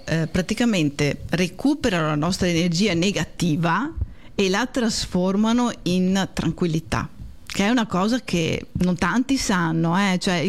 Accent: Castelfranco Veneto, Veneto, Italy; Io sono originaria di Castelfranco Veneto

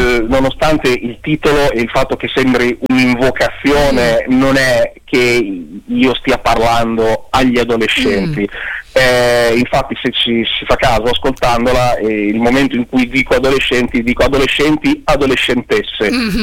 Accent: Bologna, Emilia-Romagna, Italy; accent: Bologna; io sono di Bologna.

